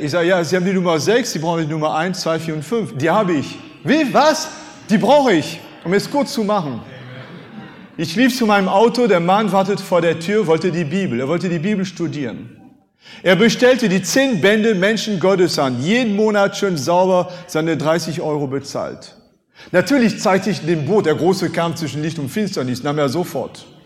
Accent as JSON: {"language": "German", "country": "France", "first_language": "French", "second_language": "German", "moved": "yes", "lives_now": "Germany", "said": "Jetzt komme ich zu meinem Landsmann Napoleon."}